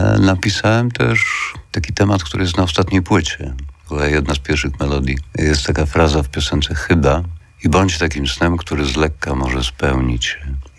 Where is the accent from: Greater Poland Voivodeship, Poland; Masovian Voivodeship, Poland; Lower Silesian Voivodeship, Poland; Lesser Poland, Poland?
Lower Silesian Voivodeship, Poland; Wrocław; born there; Mieszkałem na wsi. Chociaż urodziłem się we Wrocławiu, rodzice wtedy mieszkali na Placu Solnym.